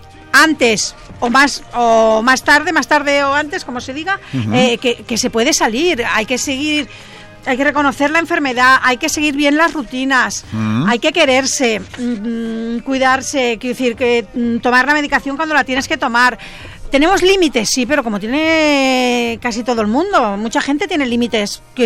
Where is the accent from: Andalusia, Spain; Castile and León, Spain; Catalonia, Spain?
Catalonia, Spain; L'Hospitalet de Llobregat; Yo nací en Hospitalet y me crié hasta los 18 años en Santuralia.